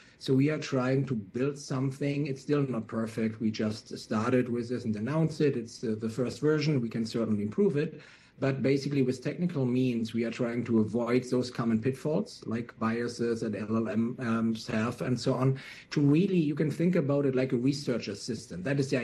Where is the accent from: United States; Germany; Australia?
Germany; I'm from Germany